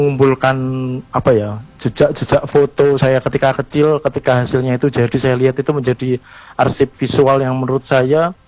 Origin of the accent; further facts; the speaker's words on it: Semarang, Central Java, Indonesia; moved away as an adult; now in Yogyakarta, Indonesia; Kebetulan saya sekarang tinggal, saya asli Semarang, tapi saat ini masih sedang menyelesaikan studi saya di ISI Jogja.